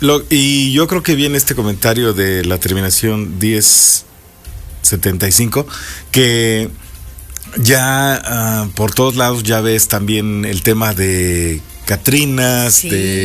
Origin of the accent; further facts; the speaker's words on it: Mexico; Pues somos muy, muy mexicanos, estamos muy orgullosos de serlo, por supuesto.